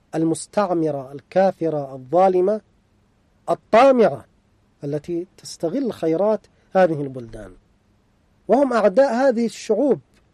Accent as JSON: {"language": "Arabic", "country": "Yemen", "said": "مثل ما هو الحال عندنا في اليمن."}